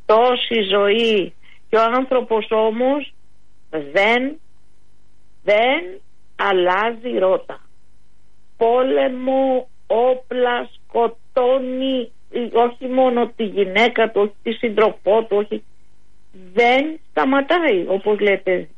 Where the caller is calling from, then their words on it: Attica, Greece; Επειδή είμαι στις παρυφές του ημιτού. Και το έχω ζήσει και εγώ, όχι λόγω της δουλειάς μου, λόγω της κατοικίας μου.